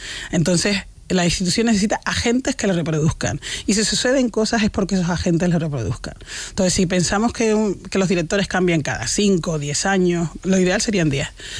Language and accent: Spanish; Canary Islands, Spain; also born or lived in Córdoba; Yo es que me siento muy canaria. Cordobesa también